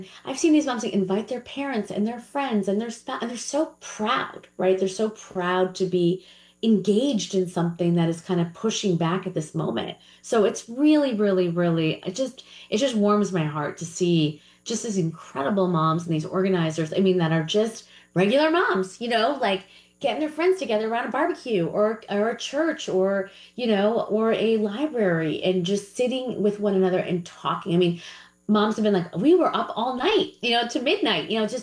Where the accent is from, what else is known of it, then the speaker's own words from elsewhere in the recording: New York, United States; I think, look, I'm a New Yorker.